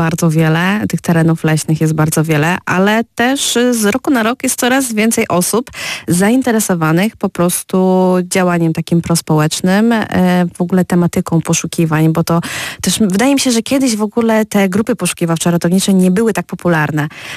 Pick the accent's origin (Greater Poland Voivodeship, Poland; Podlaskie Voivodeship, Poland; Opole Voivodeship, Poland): Opole Voivodeship, Poland; Kędzierzyn-Koźle; Kędzierzyn-Koźle to jest moje miasto, w którym się urodziłam, w którym tak naprawdę cały czas działam.